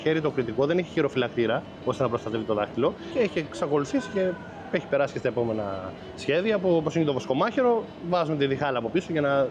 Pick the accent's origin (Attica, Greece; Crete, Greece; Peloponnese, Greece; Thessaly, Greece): Crete, Greece; Chania; born there; Εδώ, Χανιά.